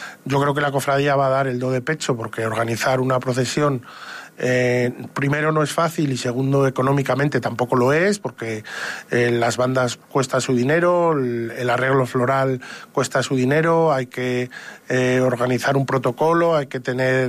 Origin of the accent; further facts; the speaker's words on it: Zamora, Castile and León, Spain; somos de Zamora